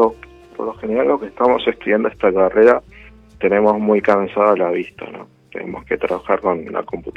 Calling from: Escobar, Buenos Aires Province, Argentina; de Escobar.

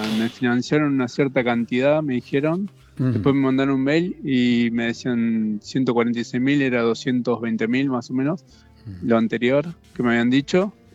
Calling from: Ciudad Evita, Buenos Aires Province, Argentina; De Ciudad Evita

